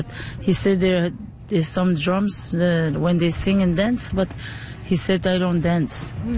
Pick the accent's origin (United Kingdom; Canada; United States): Canada; Schefferville, Quebec; I'm from Shefferville. This initiative for that gathering came from my community, from Matsimekush, like John.